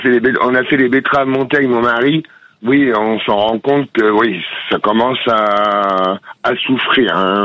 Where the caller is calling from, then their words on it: Hauts-de-France, France; De Chivreval, en Picardie, à côté de Soissons.